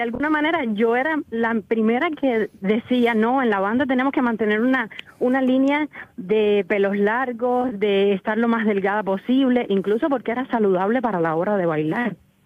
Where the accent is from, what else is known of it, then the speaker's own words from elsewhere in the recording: Cuba; Pues yo noté todo lo contrario, o sea, mi percepción de lo que vengo de Cuba.